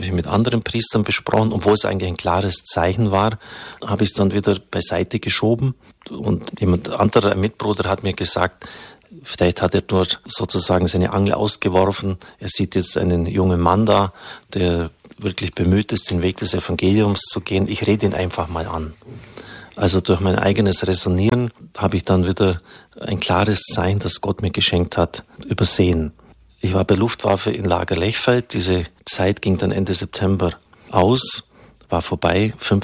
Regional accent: Bavaria, Germany; Das war eine ländliche Idylle, ungefähr 25 Kilometer südwestlich von Augsburg bin ich aufgewachsen. Damals waren noch alle 4 Jahrgänge in einem Raum.

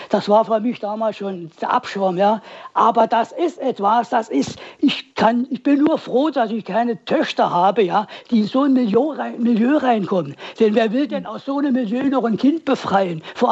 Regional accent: Saarland, Germany; ich bin aufgewachsen in der Nähe von Saarbrücken

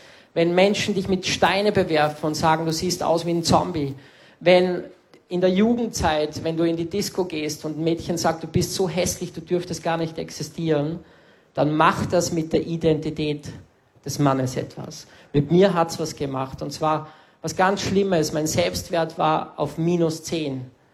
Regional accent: Salzburg, Austria; Und dann bin ich am Mönchsberg gegangen, bei uns in Salzburg, wo die ganzen Touris oben stehen und Fotos machen.

